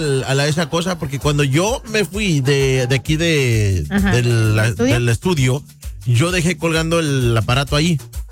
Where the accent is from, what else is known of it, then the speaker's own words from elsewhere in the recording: Jojutla, Morelos, Mexico; Yo soy de Jojutla, Morelos, México. Cerquitas de Cuernavaca, al lado de Tlaquiltenango.